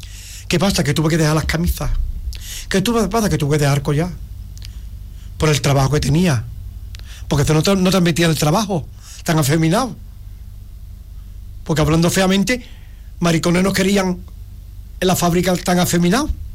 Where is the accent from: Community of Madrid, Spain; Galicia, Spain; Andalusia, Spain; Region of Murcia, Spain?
Andalusia, Spain; Arcos de la Frontera; moved away as an adult; also born or lived in Basque Country; me jubilé, a los 13 días estaba aquí en Arco, en mi tierra. Porque yo soy de Arco, siempre me ha... 35 años me he tirado el País Vasco, todos los años venía a Arco.